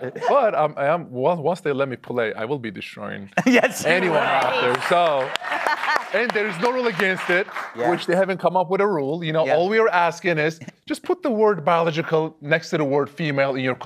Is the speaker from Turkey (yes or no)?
yes; Turkey; also born or lived in Switzerland; So I grew up in Turkey. I born in Switzerland, grew up in Turkey, right?